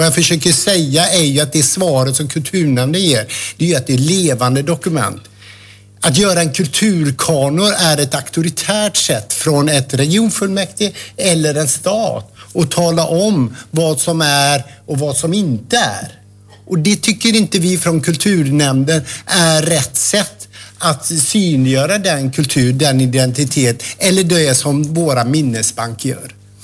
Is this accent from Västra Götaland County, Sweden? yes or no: yes; Falköping, Västra Götaland County, Sweden; Oavsett om det är min hemstad Falköping eller om det är en större geografi, så ska det komma underifrån.